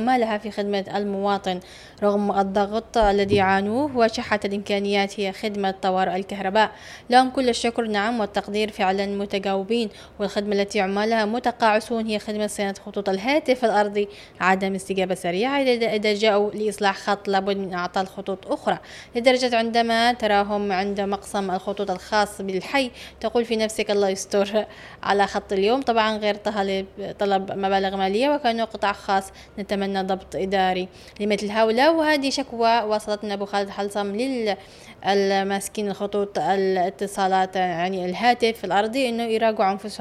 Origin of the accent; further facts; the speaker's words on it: Yemen; عندنا في اليمن،